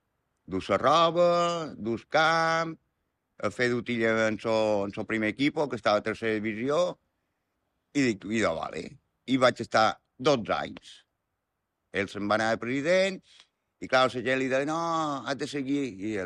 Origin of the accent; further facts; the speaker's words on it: Petra, Balearic Islands, Spain; born there; vaig néixer a Petra, dia 24 de juny del 64.